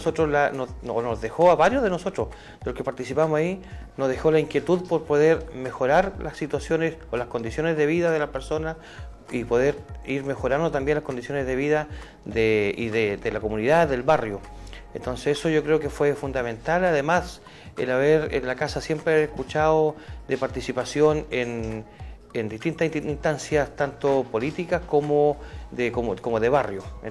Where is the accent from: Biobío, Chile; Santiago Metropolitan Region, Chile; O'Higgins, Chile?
Biobío, Chile; Tomé; yo nací acá en Tomé en el año 69, el 18 de enero de 1969, por lo que tengo 56 años.